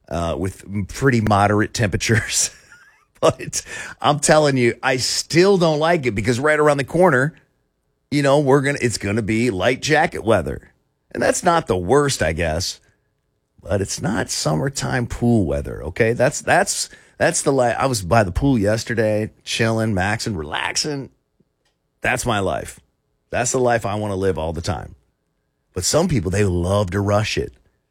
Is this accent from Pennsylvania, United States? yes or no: no; Florida, United States; also born or lived in Ohio; now in Tennessee, United States; I'm from Florida, so I hate cold weather. Half the reason I moved down here to Tennessee was to get away from the cold weather in Ohio.